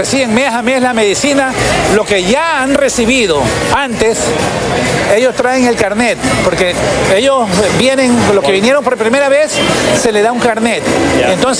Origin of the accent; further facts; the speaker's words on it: Manabí, Ecuador; now in El Empalme, Ecuador; yo soy manabita